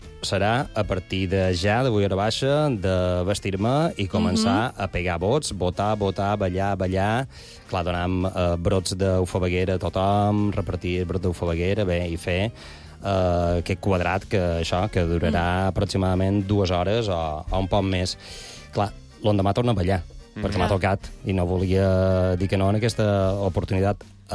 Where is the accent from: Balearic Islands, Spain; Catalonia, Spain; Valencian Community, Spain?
Balearic Islands, Spain; Algaida